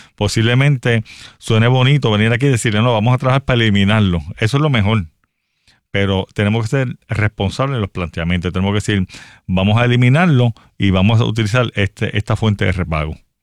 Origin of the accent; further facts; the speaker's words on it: Arecibo, Puerto Rico; Yo soy de Arecibo, Puerto Rico.